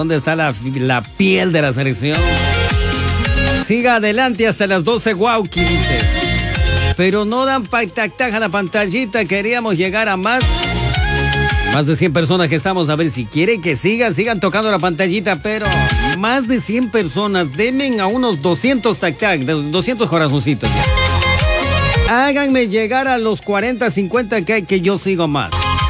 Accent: Ecuador; now in North America; Sentimos que somos ecuatorianos desde el chungo. Nada que estamos en Norteamérica y ya no somos ecuatorianos. Somos ecuatorianos de corazón donde estemos, donde vayamos.

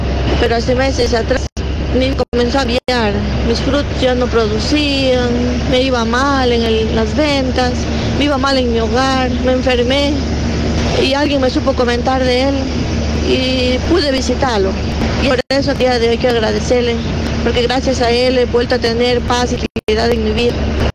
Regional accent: Saraguro, Loja, Ecuador; Yo soy una persona que se dedica a la agricultura, soy de aquí de Saraguro.

